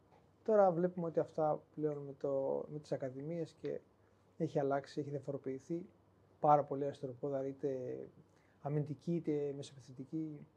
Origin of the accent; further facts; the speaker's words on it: Eastern Macedonia and Thrace, Greece; moved away as an adult; now in Heraklion, Greece; μιας και εγώ κατάγομαι από τον Εύρο